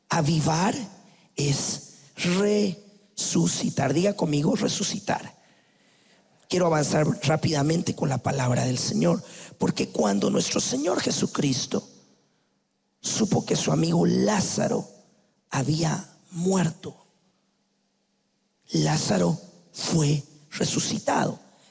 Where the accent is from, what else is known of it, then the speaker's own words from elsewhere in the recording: Guatemala; Como decimos en mi país, Guatemala